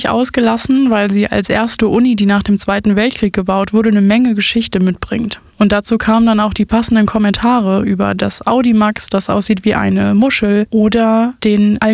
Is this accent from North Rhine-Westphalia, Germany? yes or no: yes; Essen, North Rhine-Westphalia, Germany; Als gebürtige Essenerin habe ich mich als pudelwohl gefühlt.